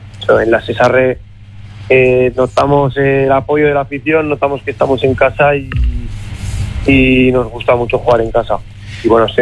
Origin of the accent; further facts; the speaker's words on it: Zaragoza, Aragon, Spain; Vale, pues … soy de Zaragoza y el año pasado fiché por el Baracaldo